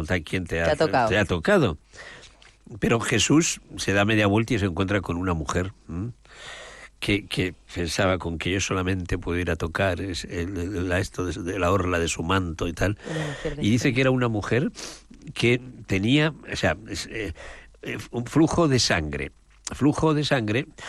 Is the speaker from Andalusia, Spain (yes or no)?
no; Aragon, Spain; Yo soy de Aragón.